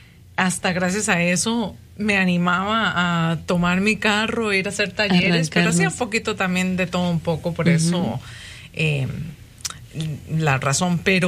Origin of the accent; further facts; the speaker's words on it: Costa Rica; moved away as an adult; now in Wisconsin, United States; Soy oriunda de Costa Rica.